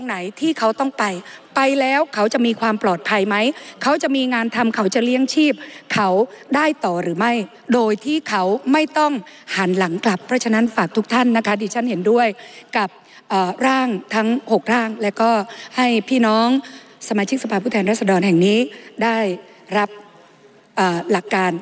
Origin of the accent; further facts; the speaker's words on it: Tha Tum District, Surin, Thailand; ดิฉันเป็นคนจังหวัดสุรินทร์อยู่อำเภอท่าตูม